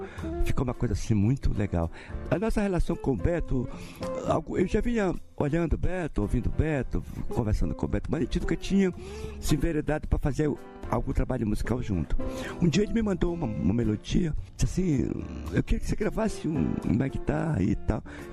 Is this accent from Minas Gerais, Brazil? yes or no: no; Pará, Brazil; eu sou do Pará.